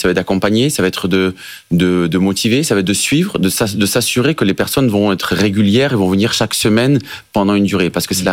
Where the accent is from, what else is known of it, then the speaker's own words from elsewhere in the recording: France; nous, en tant que bon français